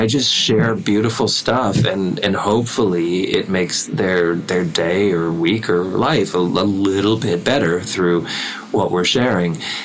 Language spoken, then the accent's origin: English; Canada; as a Canadian